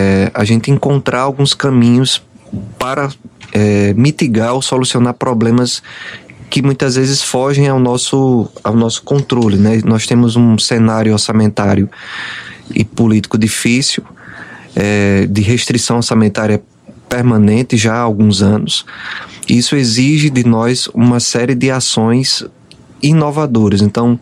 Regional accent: Alagoas, Brazil; moved away as an adult; now in Maceió, Brazil; Tenho orgulho também das minhas origens. Eu sou do interior mesmo, de Alagoas. Eu sou de um povoado, né, chamado Peleve, que muita gente conhece.

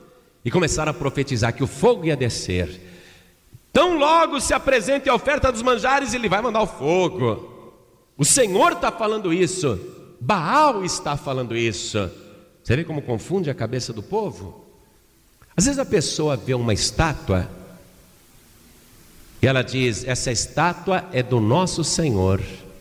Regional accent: Brazil

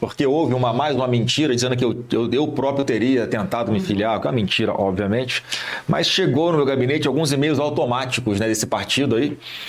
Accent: Brazil; Não precisem brigar, tá? Eu sou do Brasil, não sou de partido político, tá?

